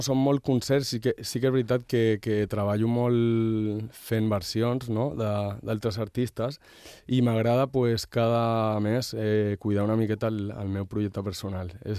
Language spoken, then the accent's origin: Catalan; Catalonia, Spain; now in Mallorca, Spain; Ja a Barcelona sempre sortir a la muntanya quasi diàriament, perquè el meu poble connecta amb la muntanya.